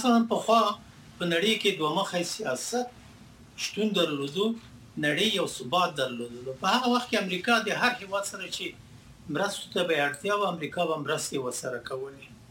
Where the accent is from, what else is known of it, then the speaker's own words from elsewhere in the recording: Afghanistan; یعنی که زه یم افغان یم، بیا مسلمان یم، بیا انسان یم، بیا پښتون یم، زه د خپل ملت ملاتړ کوم او د خپل وطن ملاتړ کوم.